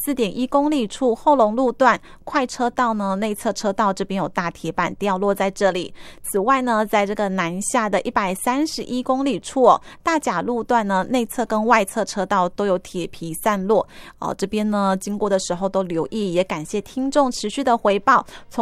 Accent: Tainan, Taiwan; 身为台南人的我也是蛮喜欢的。但是真的从小吃到大

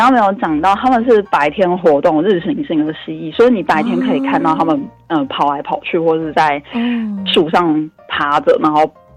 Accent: Taipei, Taiwan; 因为我也是北部人，我小时候住在那个阳明山的山下

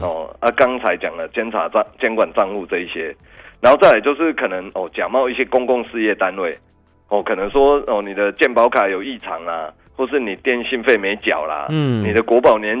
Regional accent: Taiwan

